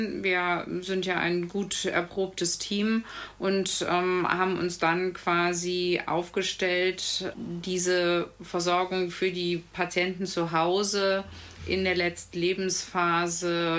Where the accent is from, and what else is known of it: Brühl, North Rhine-Westphalia, Germany; born there